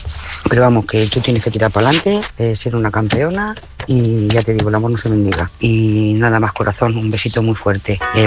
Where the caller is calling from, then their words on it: Lloret de Mar, Catalonia, Spain; de Lloret de Mar, corresponsal.